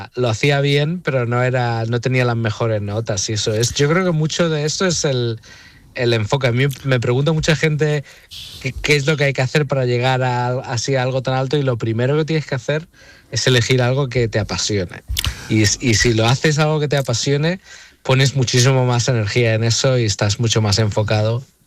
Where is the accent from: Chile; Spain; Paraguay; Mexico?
Spain; Málaga, Andalusia; born there; Pues mira, yo nací en Málaga porque con mi padre siendo piloto y mi madre azafata, mi madre nació en Málaga también y toda su familia estaba allí.